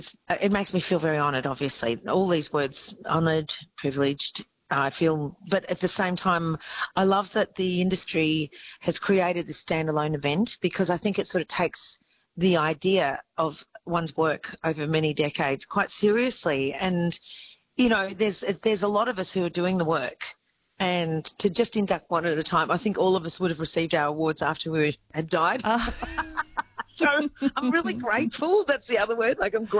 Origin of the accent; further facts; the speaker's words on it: Australia; It's all a part of my lore. And that's being Australian.